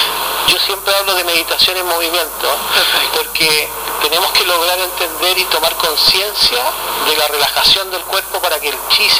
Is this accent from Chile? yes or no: yes; Santiago, Santiago Metropolitan Region, Chile; moved away; Yo vengo desde Santiago, llegué el año 2008 y trajimos nuestras prácticas marciales a la región.